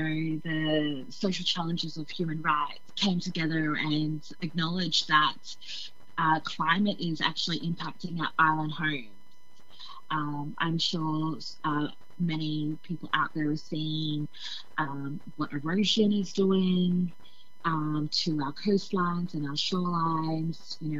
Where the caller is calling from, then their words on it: Melbourne, Victoria, Australia; I am here on Nam. I'm calling in from Nam, which is the traditional name for Melbourne of the Wurundjeri Woiwurrung people